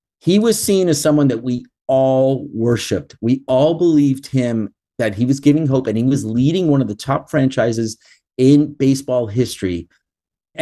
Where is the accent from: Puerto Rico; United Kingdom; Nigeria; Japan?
Puerto Rico; Caguas; He's actually from my hometown in Caguas, my grandfather's hometown.